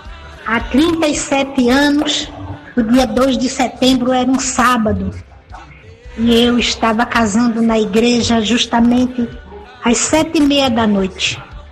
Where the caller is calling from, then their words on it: Lagoa de Itaenga, Pernambuco, Brazil; aqui do sítio Santa Clara, em Lagoa Itaenga, Pernambuco.